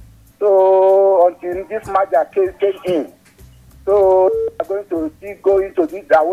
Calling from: Zaramaganda, Plateau, Nigeria; I'm doing from … from Zarmaganda.

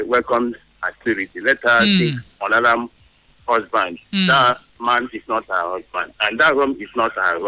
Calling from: Port Harcourt, Rivers, Nigeria; I'm calling from Port Harcourt.

